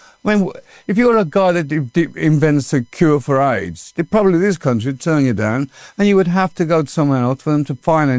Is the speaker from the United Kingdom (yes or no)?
yes; United Kingdom; I feel very proud that I'm British.